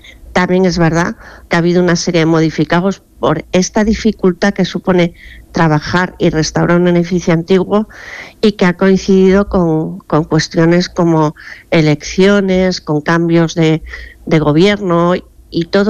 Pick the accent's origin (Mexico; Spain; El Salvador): Spain; Málaga, Andalusia; pertenecemos a una ciudad que desde un principio ha tenido esa idea de ser ciudad, porque Málaga, desde época fenicia, fue una ciudad importante en el Mediterráneo